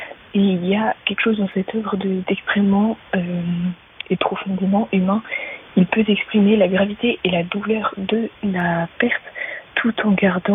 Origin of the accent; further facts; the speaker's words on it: Rambouillet, Île-de-France, France; je viens de Rambouillet.